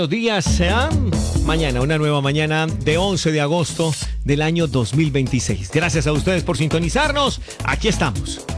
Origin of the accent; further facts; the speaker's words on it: Colombia; unidos como colombianos